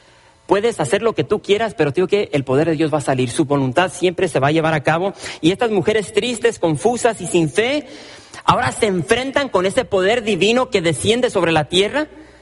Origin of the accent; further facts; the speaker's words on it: United States; yo soy pocho, yo soy aquí de Estados Unidos, mis padres son de México